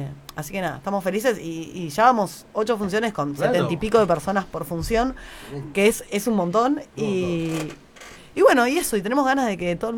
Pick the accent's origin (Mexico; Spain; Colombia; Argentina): Argentina; Yo soy de Saavedra.